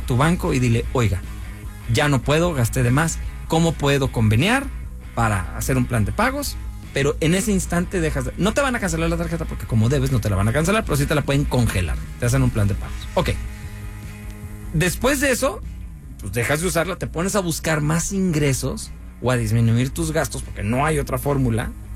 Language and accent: Spanish; Guadalajara, Jalisco, Mexico; now in Culiacán, Mexico; Yo soy de Guadalajara, pero me fui a Culiacán porque eso, había bonanza, estaba todo muy chido.